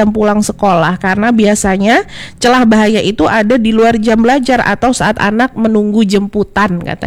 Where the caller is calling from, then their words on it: Pontianak, West Kalimantan, Indonesia; Rumah kami kebetulan berdekatan dengan kawasan SDN 07. Sebagai warga Pontianak Utara, kami sangat mendukung program kurikulum anti narkoba ini.